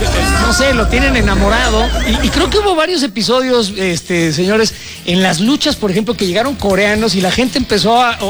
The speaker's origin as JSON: {"language": "Spanish", "country": "Mexico", "said": "Porque ver gastronomía como la mexicana no es fácil en ningún otro país. De verdad, es deliciosa nuestra comida."}